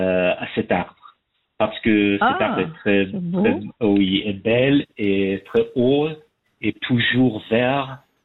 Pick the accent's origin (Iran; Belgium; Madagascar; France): Iran; Shiraz, Fars; French is a second language; Et vous connaissez que je viens de Shiraz.